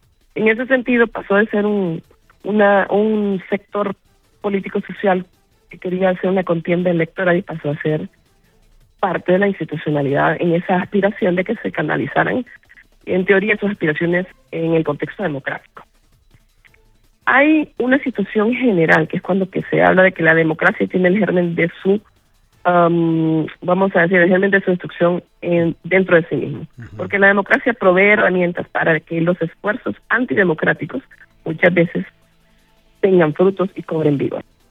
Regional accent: Honduras; nosotros como hondureños hemos vivido la experiencia de tener representaciones de partidos.

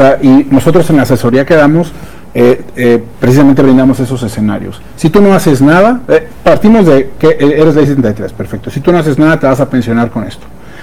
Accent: Mexico; si nuestra expectativa de vida hoy como mexicanos anda alrededor de los 80 años.

